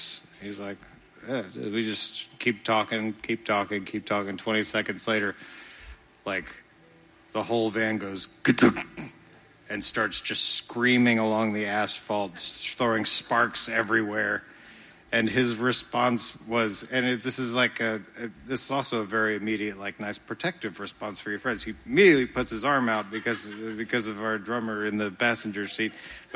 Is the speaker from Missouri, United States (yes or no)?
no; West Virginia, United States; moved away as an adult; now in Nashville, United States; I come from West Virginia though, and I played in a bunch of bands back there over the years and traveled around.